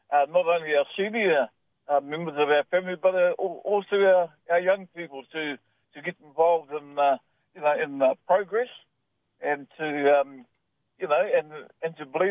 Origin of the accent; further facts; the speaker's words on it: Pārengarenga, Northland, New Zealand; I'm from Ngāpui, from Parangaroa in the north.